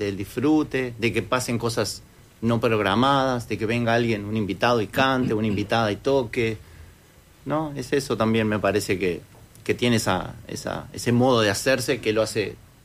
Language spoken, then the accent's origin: Spanish; Uruguay; Yo que, como uruguayo que conozco otros manifestaciones culturales como el candombe, como la murga